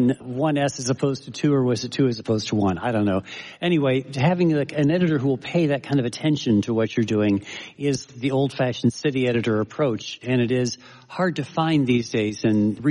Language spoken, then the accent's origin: English; Rapid City, South Dakota, United States; my hometown of Rapid City, South Dakota.